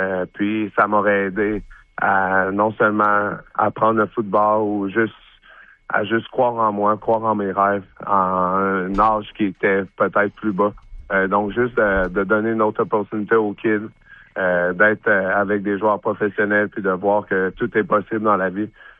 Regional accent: Quebec, Canada; être ici à Québec en tant que Québécois

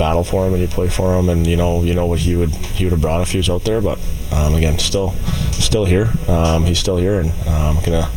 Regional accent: Western Canada, Canada; he's obviously a Western Canadian kid, and growing up in Western Canada, I always kind of knew who he was and followed his career

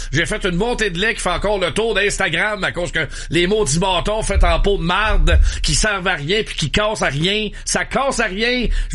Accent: Victoriaville, Quebec, Canada; c'est ça solide dans mon patelin, Victor.

